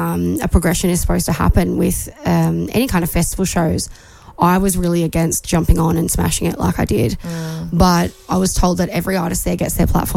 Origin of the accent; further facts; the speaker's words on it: Australia; no, I'm actually Australian.